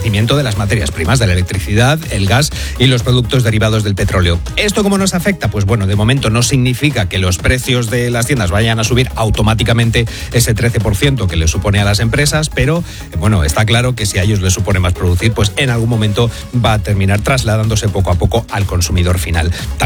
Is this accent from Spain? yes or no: yes; Spain; somos los españoles